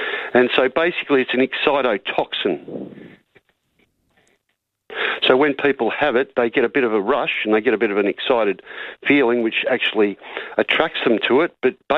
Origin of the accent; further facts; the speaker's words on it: Australia; that's my honest opinion as an Australian, Tony